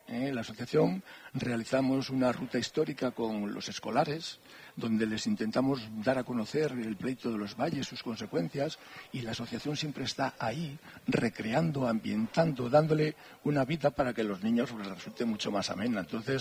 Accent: Cantabria, Spain; Es una fiesta de nuestras raíces históricas, de nuestras señas de identidad como pueblo cántabro. Y la que tenemos que sentir orgullosos como cántabros de la celebración de esta fiesta.

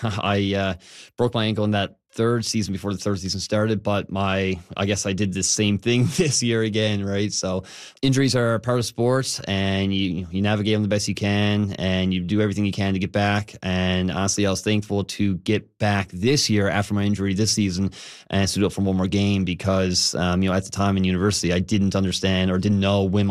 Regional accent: Labrador City, Newfoundland and Labrador, Canada; born there; also born or lived in Corner Brook; So we moved around a little bit. I was born in Lab City.

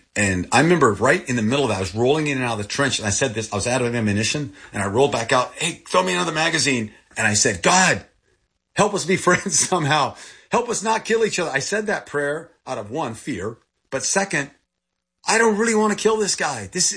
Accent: Thailand; first language Thai; English is a second language; also born or lived in Texas, United States; now in United States; I was 9 months old. I was born in Texas. And I grew up in Thailand. And I grew up with Thai people. And my first language was Thai.

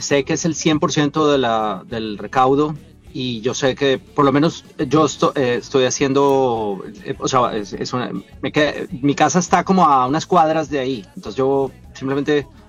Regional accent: Bogotá, Colombia; moved away as an adult; now in Miami, United States; Soy bastante cachaco.

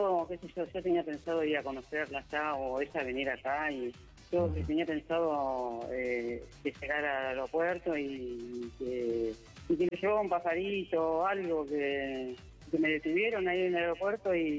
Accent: Lomas de Zamora, Buenos Aires Province, Argentina; Soy de acá, de Puente La Noria, Argentina, Loma de Zamora.

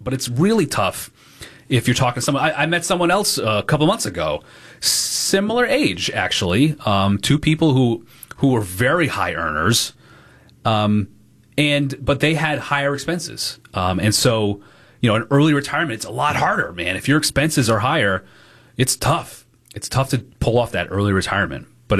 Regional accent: Rhode Island, United States; I know here in Rhode Island, my home state, there are different standards for two-family buildings versus, you know, three- or four-family units.

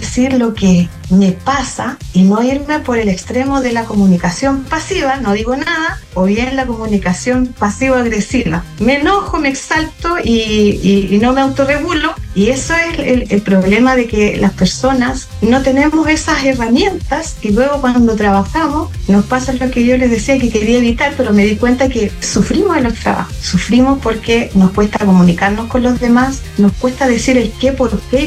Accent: Valdivia, Los Ríos, Chile; born there; moved away as an adult; me encantaría volver a la ciudad donde nací y estudié en la Universidad Austral de acá de Valdivia

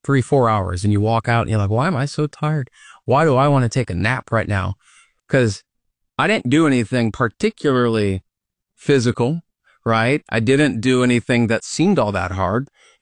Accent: DeWitt, Iowa, United States; moved away; So I grew up in this tiny town of 5,000 people

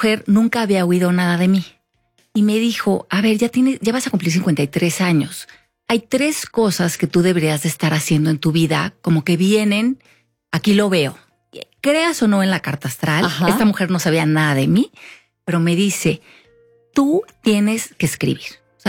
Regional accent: Mexico; pues no es tan obvio para nosotros a veces como mexicanos

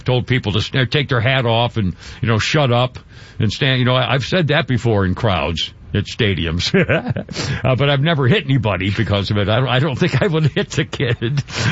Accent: New England, United States; I was born and raised in New England in the Northeast

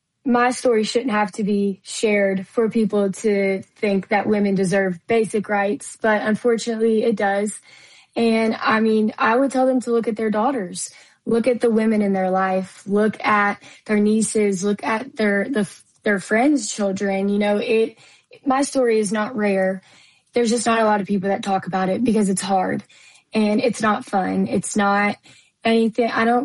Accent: Owensboro, Kentucky, United States; Yes, so born and raised in Kentucky, and, you know, growing up, childhood was good.

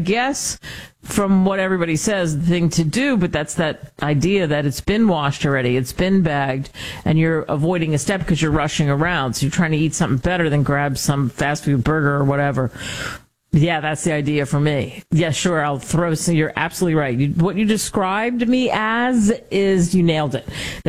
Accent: New York City, New York, United States; moved away as an adult; my home state. I grew up in Queens. I love the great state of Ohio. Of course, now I moved a long time ago, but I go back

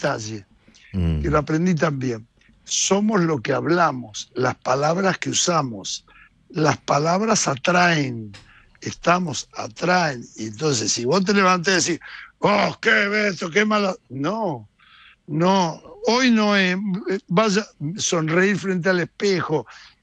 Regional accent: Buenos Aires, Argentina; born there; yo nací en Mataderos, de unos padres trabajadores, peronistas.

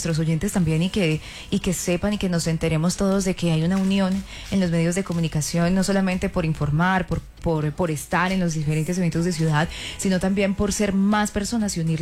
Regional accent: Colombia

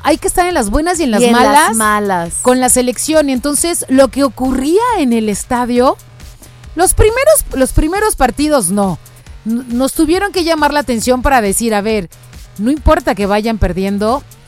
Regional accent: Mexico; Así somos los mexicanos

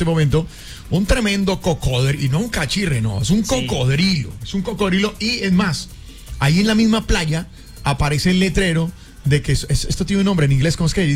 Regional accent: La Dorada, Caldas, Colombia; a mi tierra, a la Dorada Caldas, que hay un parque frente a la catedral.

